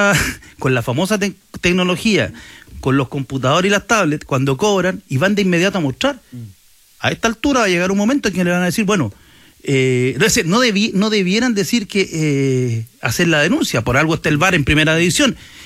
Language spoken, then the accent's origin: Spanish; Chile